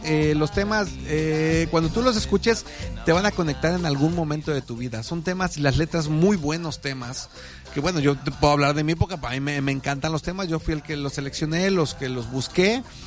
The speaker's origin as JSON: {"language": "Spanish", "town": "Xalapa", "region": "Veracruz", "country": "Mexico", "said": "somos veracruzanos, nosotros somos de Xalapa, Veracruz"}